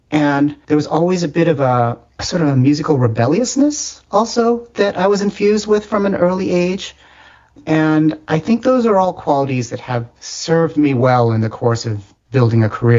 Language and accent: English; Palo Alto, California, United States; because I grew up in Palo Alto, California